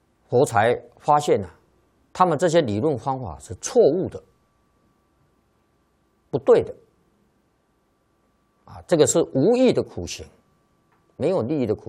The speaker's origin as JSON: {"language": "Chinese", "country": "China", "said": "我们中国人的算法呢，算这个年纪是算虚岁"}